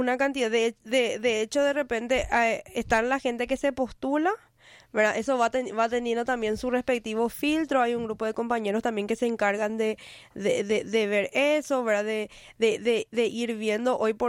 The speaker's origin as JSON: {"language": "Spanish", "region": "Asunción", "country": "Paraguay", "moved": "yes", "said": "yo soy del Bañado Sur, ¿verdad? Actualmente no estoy viviendo ahí, pero siempre mi corazón quedó ahí"}